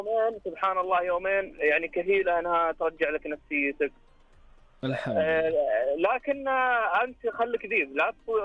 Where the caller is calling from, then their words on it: Jubail, Eastern Province, Saudi Arabia; انا اكلمك من حول الجبيل او العينه الدرعيه